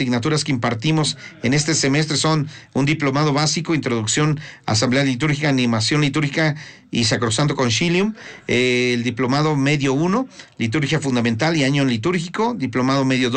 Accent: Mexico

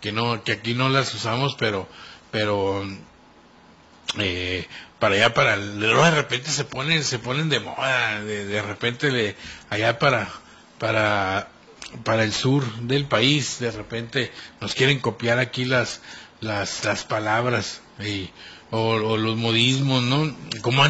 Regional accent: Mexico; todos somos mexicanos y qué bueno que hay esa diversidad.

